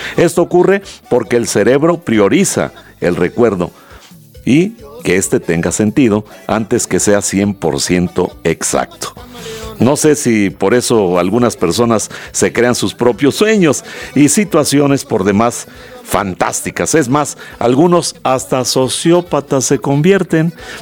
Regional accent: Mexico

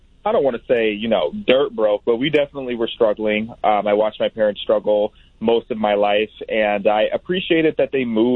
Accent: Pontiac, Illinois, United States; also born or lived in Chicago; So I was born in Southside Chicago, and then I grew up in the middle of nowhere cornfield to central Illinois, a small town called Pontiac.

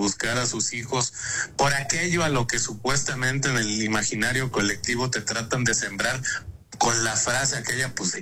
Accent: Mexico; mal como mexicano.

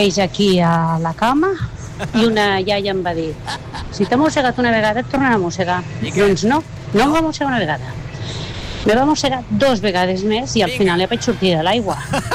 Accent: Lleida, Catalonia, Spain

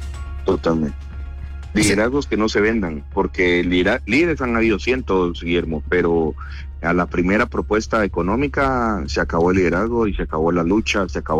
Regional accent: Guatemala; somos nosotros los guatemaltecos los responsables

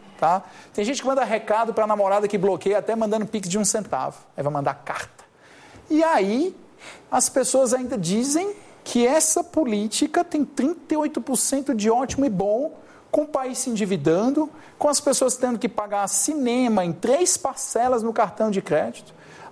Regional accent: Ceará, Brazil; Eu sou do Nordeste, eu te garanto uma coisa. Se você for ao interior do meu estado, Ceará, que a maioria absoluta das cidades tem um nível educacional sofrível

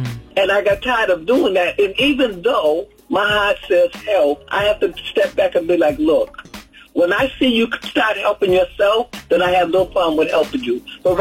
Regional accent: Charlotte, North Carolina, United States; I'm from North Carolina, Charlotte.

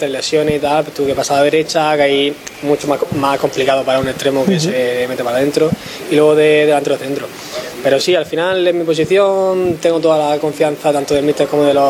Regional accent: El Palmar, Region of Murcia, Spain; soy del Palmar.

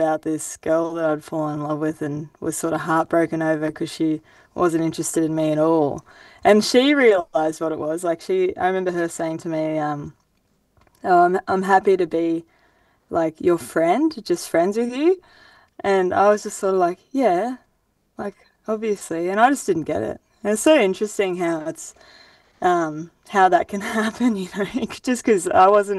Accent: Grafton, New South Wales, Australia; No, well, I grew up in Grafton. It's like a small town, about 25,000 to 30,000 people, northern New South Wales.

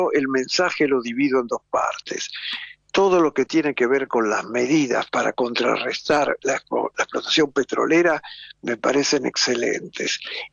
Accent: Argentina

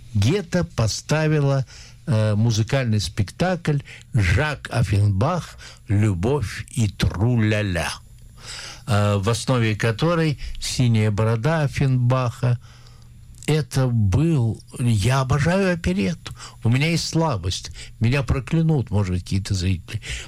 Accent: Moscow, Russia; Я внутренне спорил, как москвич

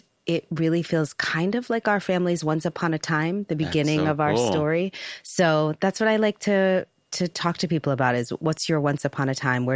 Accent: New York, United States; I think one of the biggest gifts for me growing up on Pugsley Avenue was that pool in the center of Jamie Towers.

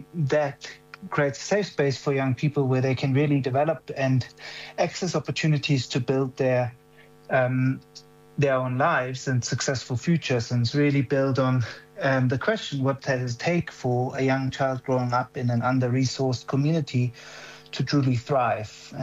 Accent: Germany; moved away as an adult; now in South Africa; I grew up in Germany and came to South Africa as a 19-year-old and lived for my very first year in South Africa in the township of Khayelitsha, just outside of Cape Town.

